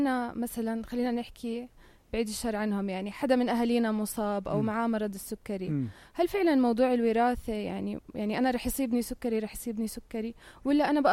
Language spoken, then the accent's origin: Arabic; Jordan; عندنا بالأردن